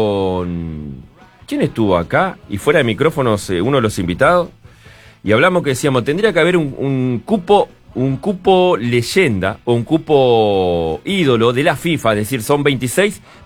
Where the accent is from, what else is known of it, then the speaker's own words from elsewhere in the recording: Bella Unión, Artigas, Uruguay; born there; now in Punta del Este, Uruguay; El punto más lejano que tenemos acá de Punta del Este es mi pueblo, ¿no? Es Bella Unión.